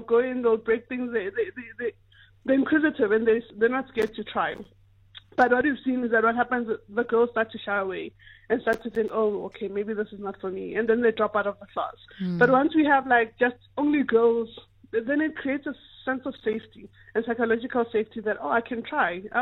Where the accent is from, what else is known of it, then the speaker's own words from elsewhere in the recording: Tembisa, Gauteng, South Africa; I'm also from Tembisa.